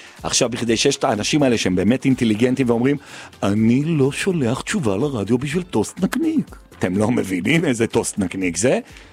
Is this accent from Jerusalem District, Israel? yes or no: yes; Jerusalem, Jerusalem District, Israel; כי אני ירושלמי